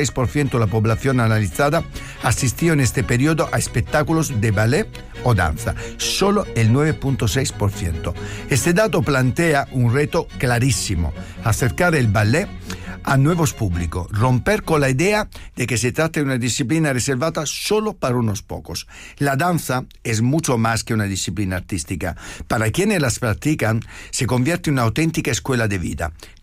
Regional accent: Francavilla Fontana, Apulia, Italy; Spanish is a second language; now in Madrid, Spain; coreógrafo, que además es de mi pueblo, de Francavilla Fontana. Así que hoy un programa de emociones, de pasión, y hasta con un paisano de mi pueblo que ha acabado como yo en Madrid.

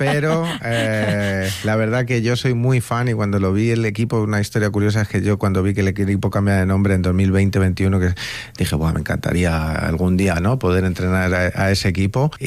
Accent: Spain; yo siempre soy muy español, pero ya estoy un poco también globalizado, pero siempre sí, siempre muy orgulloso de mi país, de mis raíces, de donde soy, y intentando defender y llevar la bandera de España

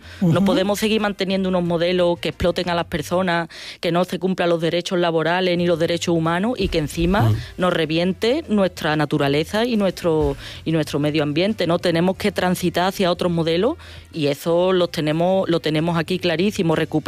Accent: Escacena del Campo, Andalusia, Spain; en mi pueblo, Escacena del Campo, nos pasó, ¿no?

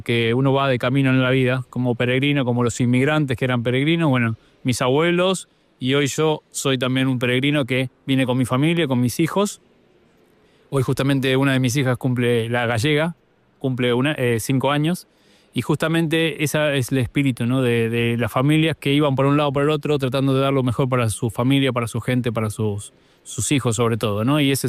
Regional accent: Mar del Plata, Buenos Aires Province, Argentina; born there

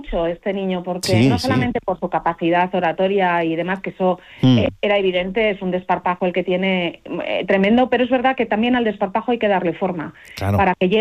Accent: Valladolid, Castile and León, Spain; tiene un vínculo con Valladolid, de donde soy yo, es mi tierra de origen

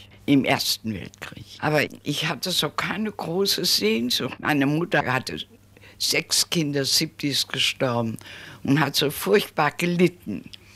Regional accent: Hesse, Germany; now in Frankfurt, Germany; Ich fühle mich als alte Frankfurterin. Obwohl meine Heimat an der waldeckischen Grenze zwischen Frankenberg und Korbach

